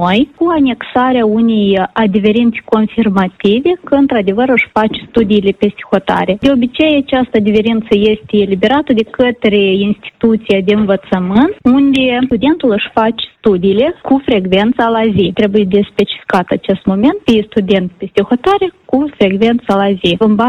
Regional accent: Moldova

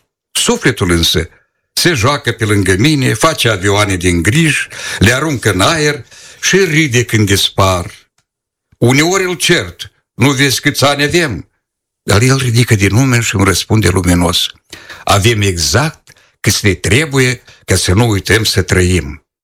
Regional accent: Pelinia, Drochia District, Moldova; satul meu Pelenia, unde era un crâng așa mic.

